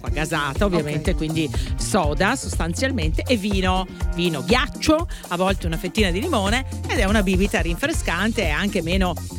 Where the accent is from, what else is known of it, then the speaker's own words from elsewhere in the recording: Veneto, Italy; dalle mie parti nel Veneto